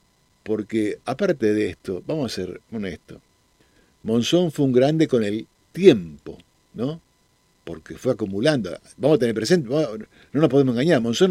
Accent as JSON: {"language": "Spanish", "region": "Buenos Aires", "country": "Argentina", "said": "yo soy de Pompeya, era de Pompeya, y soy, lo siento, en mi barrio."}